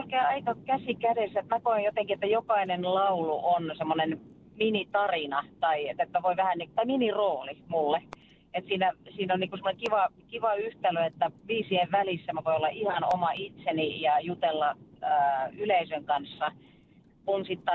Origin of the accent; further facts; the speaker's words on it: France; mä oon itse viettänyt lapsuuteni Ranskassa, että mä olin 4, kun mä muutin sinne, niin se jäi semmoiseksi tosi vahvaksi tunnekieleksi.